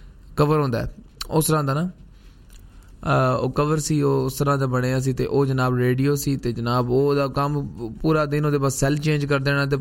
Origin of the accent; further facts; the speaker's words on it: Pakistan; moved away; ਜਦੋਂ ਮੈਂ ਪਾਕਿਸਤਾਨ ਤੋਂ ਆਇਆ